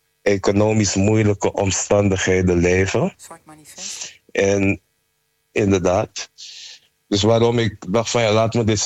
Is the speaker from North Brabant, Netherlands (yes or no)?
no; Amsterdam, North Holland, Netherlands; born there; Ik ben zelf van Surinaamse afkomst, wel in Amsterdam geboren.